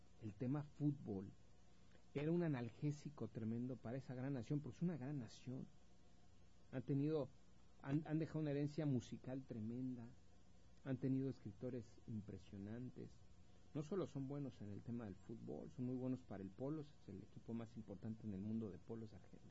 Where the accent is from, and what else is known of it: Mexico